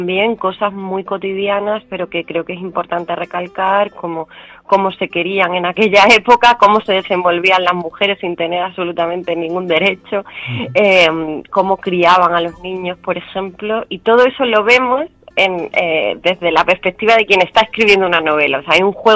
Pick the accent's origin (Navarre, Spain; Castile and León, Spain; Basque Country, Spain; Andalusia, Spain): Andalusia, Spain; Castro del Río; Sí, está basado en Castro del Río, que es mi pueblo.